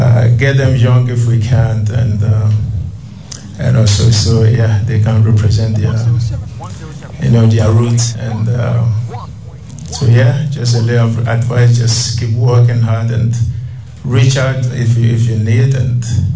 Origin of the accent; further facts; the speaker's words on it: Ghana; because I was born and raised in Ghana